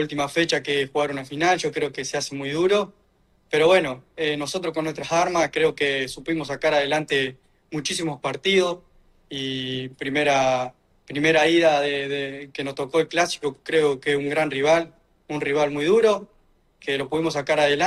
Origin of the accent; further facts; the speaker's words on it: San Justo, Santa Fe, Argentina; Bueno, Martín, yo vengo de... Yo soy de San Justo, Santa Fe.